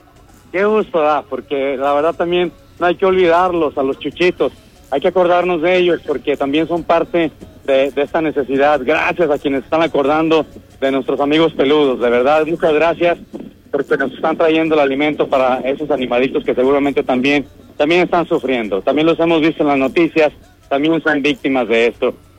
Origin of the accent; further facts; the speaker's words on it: Mexico; me siento tan orgulloso de esta comunidad, no solamente de mi pueblo mexicano